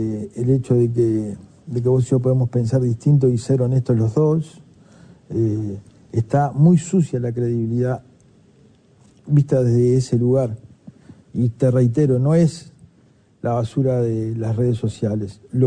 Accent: Uruguay; Somos los uruguayos que tenemos un problema con la libertad.

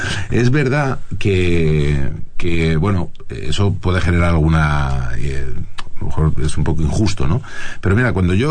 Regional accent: Madrid, Community of Madrid, Spain

